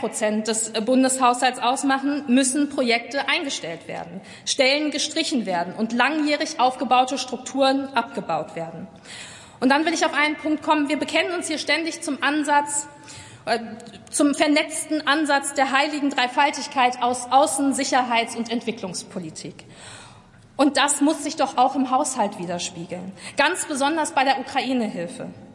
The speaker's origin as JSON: {"language": "German", "region": "North Rhine-Westphalia", "country": "Germany", "said": "Ich möchte Ihnen diese Debatte vielleicht mal eine Perspektive aus meinem Heimatland NRW einbringen."}